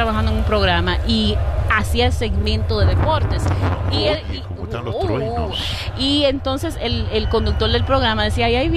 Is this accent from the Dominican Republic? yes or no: yes; Dominican Republic; now in United States; soy fanática del béisbol como buena dominicana